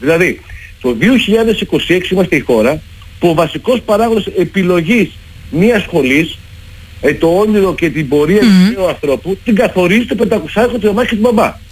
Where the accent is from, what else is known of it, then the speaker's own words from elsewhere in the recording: Greece; μου είπανε προχθές ότι τα λέω αυτά επειδή είμαι Έλληνας.